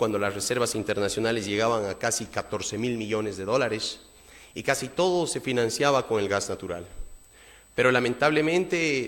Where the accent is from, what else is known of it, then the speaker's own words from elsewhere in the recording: Bolivia; nosotros como bolivianos